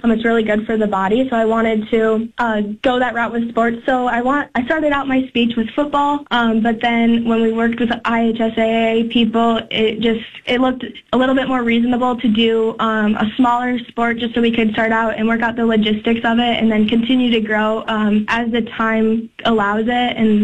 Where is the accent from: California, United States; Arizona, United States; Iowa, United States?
Iowa, United States; Delaware County; I'm from Delaware County, Iowa.